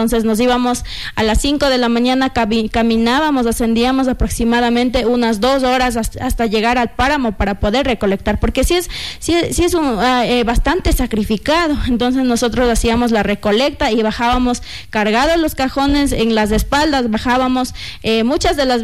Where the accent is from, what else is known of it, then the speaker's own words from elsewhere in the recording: Sigchos, Cotopaxi, Ecuador; yo vengo del Cantón Sichos, de la comunidad de Quinticucí, donde nace este gran emprendimiento